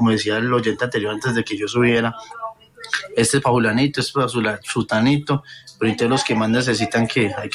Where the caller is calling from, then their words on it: Colombia; nosotros somos de Grisales, de la parte de atrás